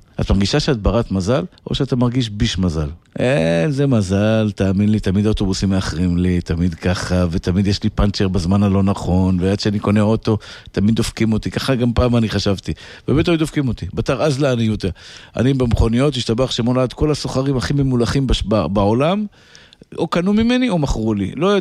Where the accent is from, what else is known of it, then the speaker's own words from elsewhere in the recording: Tel Aviv, Tel Aviv District, Israel; born there; אני תמיד זוכר מאיפה באתי. נולדתי בשכונת התקווה. בית מאוד קטן.